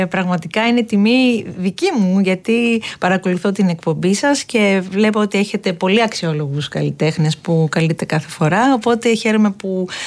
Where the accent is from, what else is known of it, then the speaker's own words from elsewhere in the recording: Samos, North Aegean, Greece; παρόλο που κατάγομαι από τη Σάμο